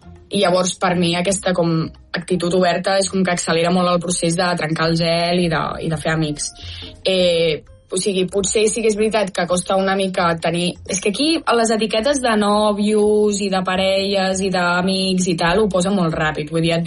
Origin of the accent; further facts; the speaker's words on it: Catalonia, Spain; moved away as an adult; now in United States; som quatre catalans